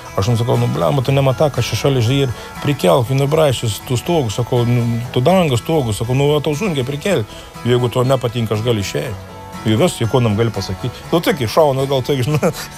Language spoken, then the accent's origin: Lithuanian; Viekšniai, Telšiai County, Lithuania; Jo, aš esu Viekšnius, kadangi aš sakau, aš esu Viekšniškis ir aš kaip, nu, sakau visiems ir sakau, aš iš Viekšnių niekur nekuis nekels